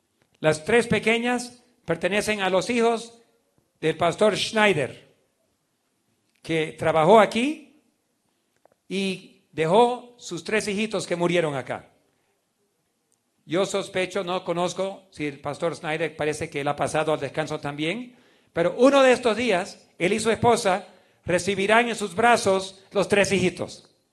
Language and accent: Spanish; Beni, Bolivia; yo tenía apenas 11 años de edad. Estábamos por volver, yo me crié en el Beni.